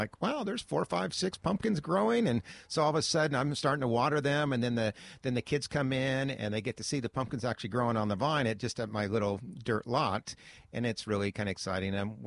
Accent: Washington, United States; now in Ventura, United States; growing up in Washington, I was always out in the woods, cutting firewood and so forth.

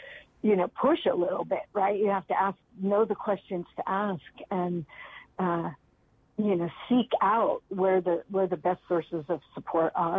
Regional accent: California, United States; I think that's where my limitation comes is that I'm a Californian and I know what's available here

